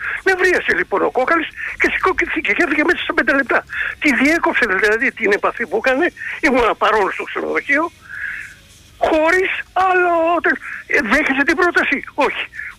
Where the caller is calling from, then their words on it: Attica, Greece; από τα Βόρεια Προάστια.